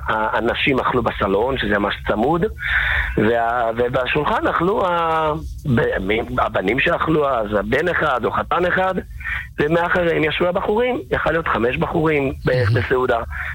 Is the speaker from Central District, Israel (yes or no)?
yes; Beit Hilkia, Central District, Israel; אנחנו היינו גרים בבית חלקיה, ההורים שלי, שם גדלתי את שנות הילדות